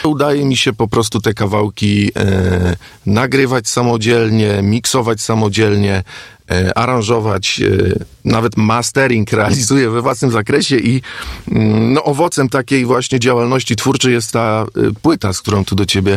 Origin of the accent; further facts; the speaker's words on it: Bydgoszcz, Kuyavian-Pomeranian Voivodeship, Poland; moved away as an adult; now in Osiek nad Wisłą, Poland; urodziłem się i dorastałem na osiedlu leśnym w Bydgoszczy.